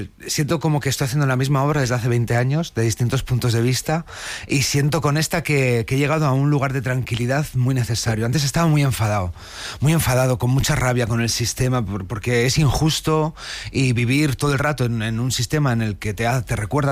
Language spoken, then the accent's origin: Spanish; Valladolid, Castile and León, Spain; Yo soy de pueblo, soy de Valladolid, y el folclore también lo tengo muy arraigado